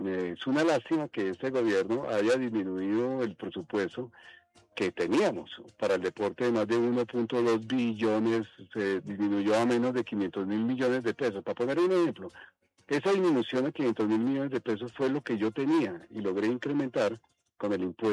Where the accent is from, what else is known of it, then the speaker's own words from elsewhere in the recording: Cartagena, Bolívar, Colombia; hace días me voy para Cartagena Yo soy cartagenero